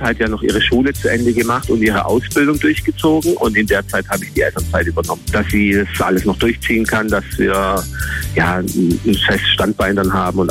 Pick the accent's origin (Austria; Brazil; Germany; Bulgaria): Germany; Schramberg, Baden-Württemberg; ich komme aus Schramberg.